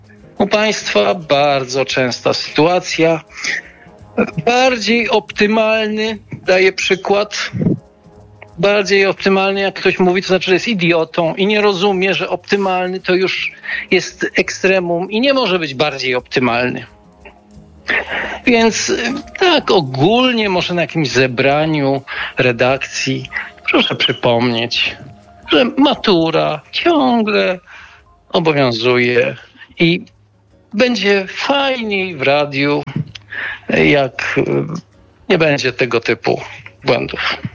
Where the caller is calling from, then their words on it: Lesser Poland, Poland; Stały słuchacz z Małopolski.